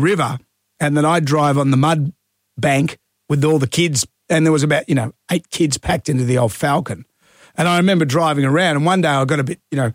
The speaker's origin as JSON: {"language": "English", "country": "Australia", "said": "No, I'm just Australian, so we don't have any sort"}